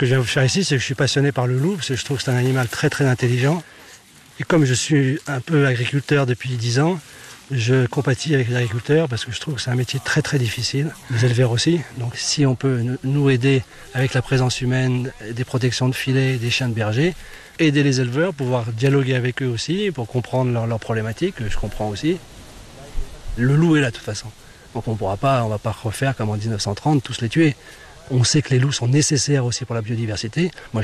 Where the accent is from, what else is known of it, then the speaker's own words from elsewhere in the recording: Nyons, Auvergne-Rhône-Alpes, France; De Nyons, dans la Drôme.